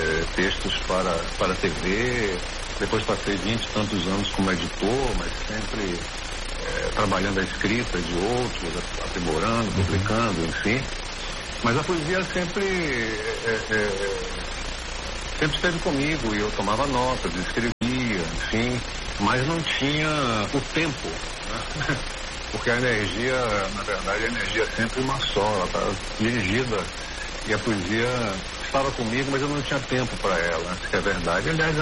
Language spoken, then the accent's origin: Portuguese; Salvador, Bahia, Brazil; born there; lá em Salvador, onde nasci